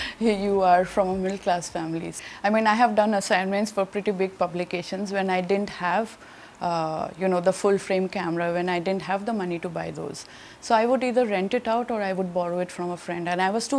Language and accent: English; India; English is a second language; there is an outsider, because obviously I'm an outsider, even if I'm an Indian, you know.